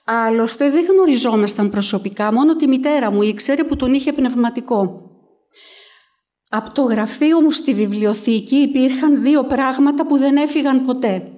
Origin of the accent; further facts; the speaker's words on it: Athens, Attica, Greece; Γεννήθηκα και μεγάλωσα στην Αθήνα.